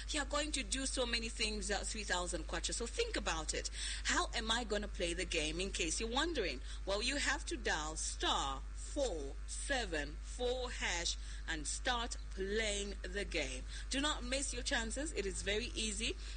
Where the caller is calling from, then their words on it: Zambia; I'm calling you from Winvic, Zambia.